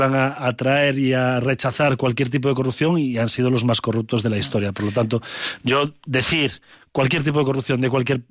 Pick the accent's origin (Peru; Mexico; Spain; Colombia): Spain; a mí como español me avergüenza profundamente lo que estamos viendo